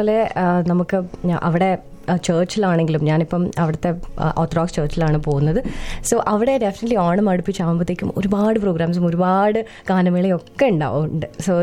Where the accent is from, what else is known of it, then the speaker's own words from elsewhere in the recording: Pathanamthitta, Kerala, India; moved away as an adult; ഞാൻ ഫ്രം പത്തനംതിട്ട.